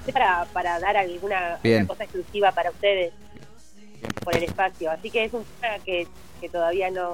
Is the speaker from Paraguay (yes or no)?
no; Colón, Entre Ríos, Argentina; moved away as an adult; also born or lived in Buenos Aires; yo a los 18 años me fui de Colón, me fui a vivir a Buenos Aires, estuve unos años allá. Y bueno, recién en el 2020, en la pandemia, volví a Colón, en principio por 2 semanas, pero me terminé quedando a vivir